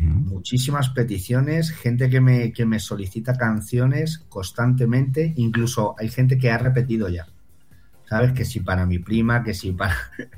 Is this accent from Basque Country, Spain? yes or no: no; Madrid, Community of Madrid, Spain; now in between Madrid and Toledo, Spain; Soy madrileño.